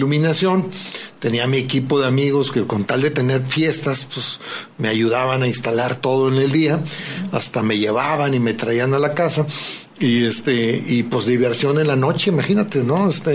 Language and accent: Spanish; Poza Rica, Veracruz, Mexico; y los juntaban porque nací en Poza Rica, Veracruz.